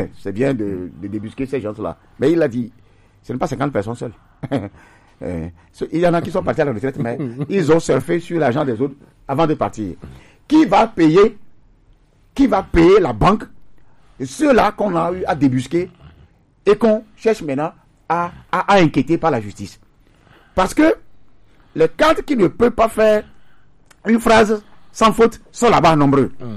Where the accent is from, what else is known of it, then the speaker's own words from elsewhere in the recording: Togo; c'est un problème sérieux chez nous au Togo.